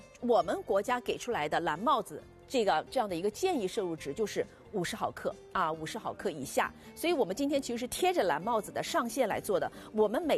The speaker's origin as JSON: {"language": "Chinese", "region": "Jiangxi", "country": "China", "said": "我不是上海人，我是江西人"}